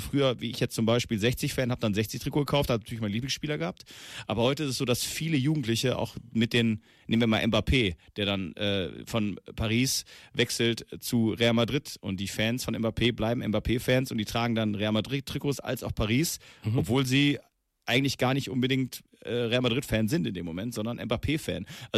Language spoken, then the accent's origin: German; North Rhine-Westphalia, Germany; Also wenn ich jetzt jemanden in Duisburg hier auf der Straße ansprechen würde, also ich komme aus der Nähe von Duisburg, der wird sagen, ja, weiß ich nicht, 20 Euro.